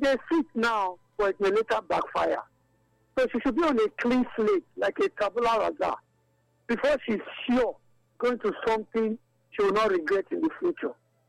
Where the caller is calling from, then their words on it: Benin City, Edo, Nigeria; I'm calling from Ogola Side, Benin City.